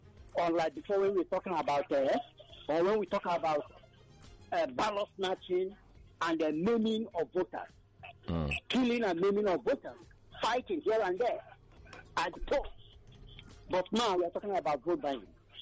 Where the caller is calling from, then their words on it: Abaranje, Ikotun, Lagos, Nigeria; I'm calling from Abanajo, Ikoto.